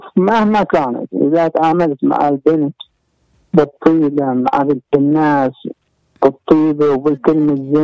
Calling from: Hadramaut, Yemen; من حضرموت.

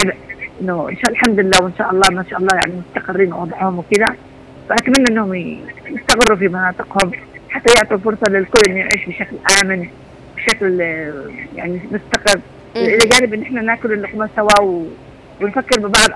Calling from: Yemen; نحن كمجتمع يمني

